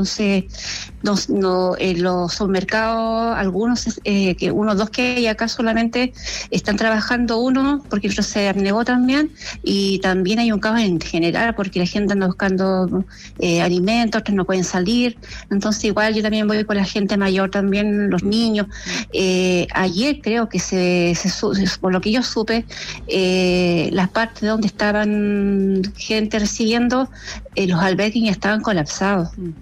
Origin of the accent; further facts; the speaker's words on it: Calama, Antofagasta, Chile; now in Tocopilla, Chile; No, yo soy de Calama y nos vinimos acá a Tocopilla hace 7 años con mi esposo.